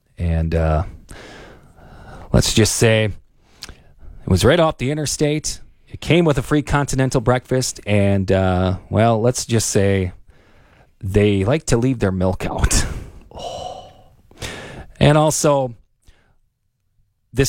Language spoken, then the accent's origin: English; Wisconsin, United States; we're from Wisconsin.